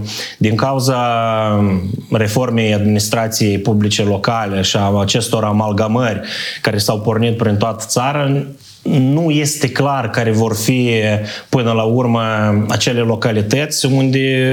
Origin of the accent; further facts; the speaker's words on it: Bălți, Moldova; moved away; M-am născut la Bălți